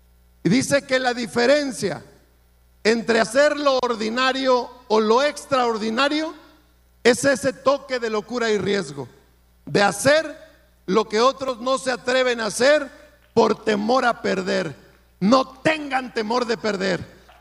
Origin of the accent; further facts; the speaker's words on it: Durango, Mexico; Porque somos duranguenses de una sola pieza.